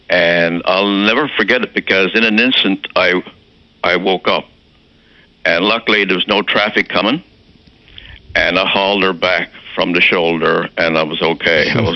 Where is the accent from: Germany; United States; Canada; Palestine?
Canada; Newfoundland and Labrador; But I notice driving back and forth to the island, because I'm from the East Coast, that there's less rumble strips from Gander westward.